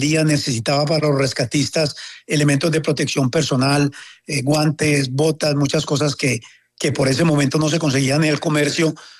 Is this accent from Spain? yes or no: no; Colombia; moved away; para mí como colombiano